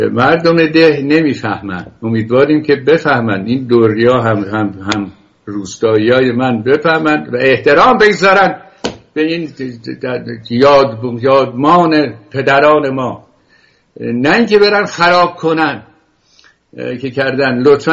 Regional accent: Iran; also born or lived in France / England; now in United States; ما رفتیم به انگلیس و بعد رفتیم به اول فرانسه و بعد انگلستان و از انگلستان آمدیم آمریکا و فرهنگ برای ما بیگانه بود. فرهم برای بیگانه بود. با همون لباس و کتشلواری که ایران میپوشیدیم اینجا هم همونجور.

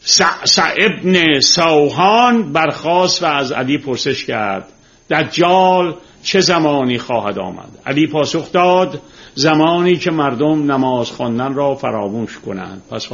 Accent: Tehran, Tehran Province, Iran; born there; چون ما تو گل و شل بزرگ شدیم، من روزی که خیابون کوچه های تهران رو تیر میذاشتم که سیم برق بکشن یادمه.

